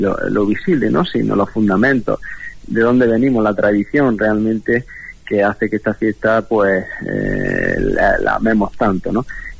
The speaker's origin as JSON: {"language": "Spanish", "town": "Baza", "region": "Andalusia", "country": "Spain", "said": "los que somos de aquí de Baza"}